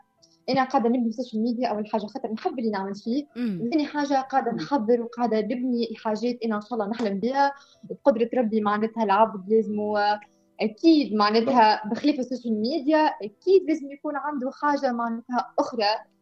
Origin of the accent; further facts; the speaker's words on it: Tunisia; accent: Tunisian dialect; انا كي نحكي لهجه تونسيه، لكن يعني نظفها شويه